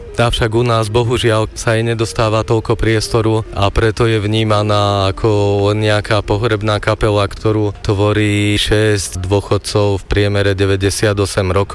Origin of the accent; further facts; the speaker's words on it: Plevník-Drienové, Trenčín Region, Slovakia; also born or lived in Považská Bystrica / Žilina; Ja som začínal najskôr v dedinskej dýchovke u nás v Plevníku Drienovom